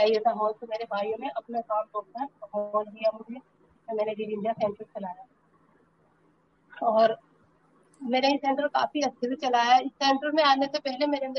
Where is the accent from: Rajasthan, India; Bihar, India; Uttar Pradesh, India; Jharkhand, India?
Uttar Pradesh, India; Rampur